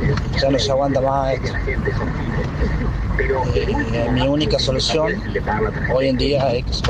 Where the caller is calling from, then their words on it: Tucumán, Argentina; de Tucumán.